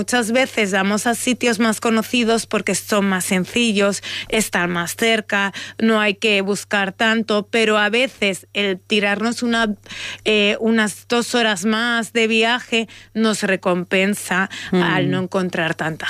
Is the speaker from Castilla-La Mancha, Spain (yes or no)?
yes; Castilla-La Mancha, Spain; a los que somos así de La Mancha y de zonas cálidas, cada vez nos gusta más.